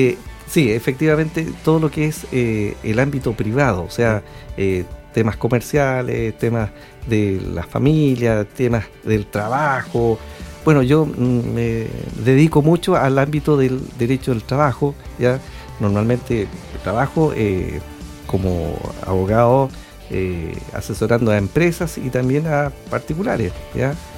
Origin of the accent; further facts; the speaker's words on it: Coquimbo, Chile; coquimbanos netos. Yo nací, ya, nací en Coquimbo, me crié y me malcrié, dicen algunos, ¿ya? En Coquimbo.